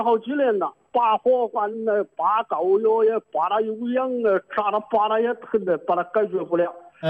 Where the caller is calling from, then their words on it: Zhongshan, Guangdong, China; 我是中山的啊，到中山汇顺药房里也去买了的。